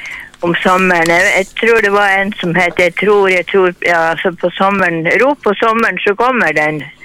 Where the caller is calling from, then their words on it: Mo i Rana, Nordland, Norway; Jeg kommer ringe fra Mo.